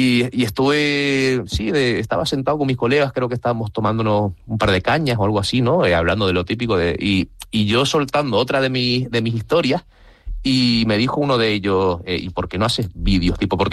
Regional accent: Fuerteventura, Canary Islands, Spain; Nací en Fuerteventura, me he criado en Fuerteventura, así que técnicamente por crianza y tal y nacimiento soy canario

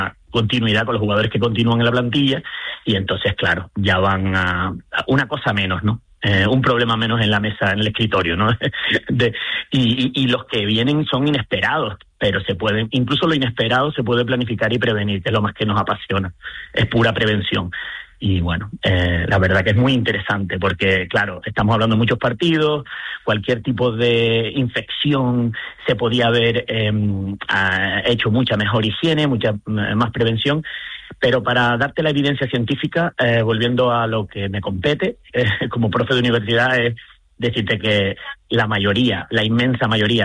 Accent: Canary Islands, Spain; Mira, como soy made in Canarias y orgulloso, ¿no?

